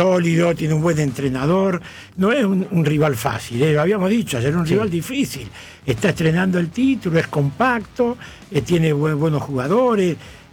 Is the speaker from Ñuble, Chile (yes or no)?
yes; Ñuble, Chile; No, y yo me quedé pensando, yo soy de Ñuble, yo lo estaba mirando por televisión.